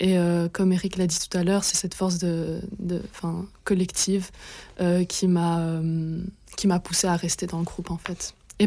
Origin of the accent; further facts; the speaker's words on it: Belgium; born there; je suis née en Belgique, mais j'ai pas eu la nationalité belge dès le départ.